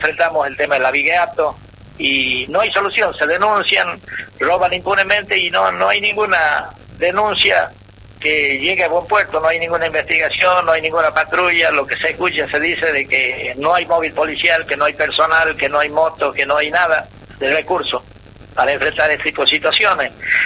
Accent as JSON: {"language": "Spanish", "town": "Puesto La Mina", "region": "Salta", "country": "Argentina", "said": "No, yo soy de Puesto La Mina, departamento San Martín, provincia de Salta."}